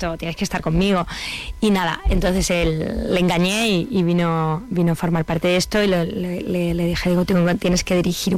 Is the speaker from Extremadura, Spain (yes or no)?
yes; Extremadura, Spain; moved away